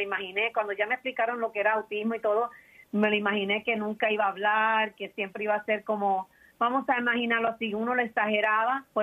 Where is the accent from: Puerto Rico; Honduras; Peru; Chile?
Puerto Rico; moved away as an adult; now in United States; Pero lo que mi esposo trabajó, pues en mi país era un poquito difícil encontrar el trabajo. So, eso fue lo que nos hizo dar el cambio a Estados Unidos